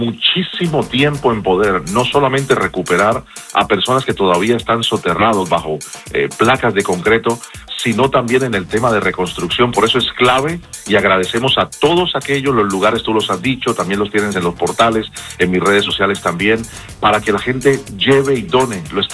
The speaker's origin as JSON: {"language": "Spanish", "town": "Cali", "region": "Valle del Cauca", "country": "Colombia", "tie": "born there", "said": "Tú y yo lo sabemos, yo sí. nací en Cali también y acababa de regresar de Cali justamente hace 4 días."}